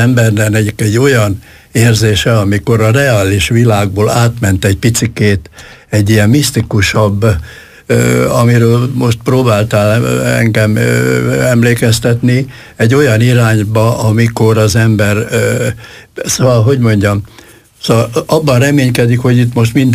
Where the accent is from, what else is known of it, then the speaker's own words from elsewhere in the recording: Zala, Hungary; faluhelyen nevelkedtem, mert bennünket kiraktak annak idején az illetékesek. Hortobágyon már nem volt hely, úgyhogy Göcsejbe, egy kis zsákfaluba, erdő szélére, és ott a parasztemberek világában kerültem én nagyon közel az Istenhez